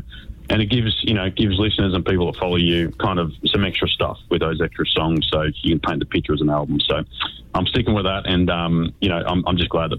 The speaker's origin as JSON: {"language": "English", "region": "Queensland", "country": "Australia", "said": "I am a Queenslander, mate. Yep. I know I'm talking to you in enemy territory there, but yeah, I am a Queenslander."}